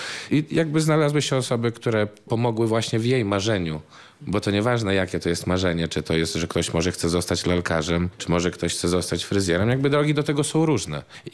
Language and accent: Polish; Białystok, Podlaskie Voivodeship, Poland; w którym ja się wychowywałem jako dziecko w Białymstoku.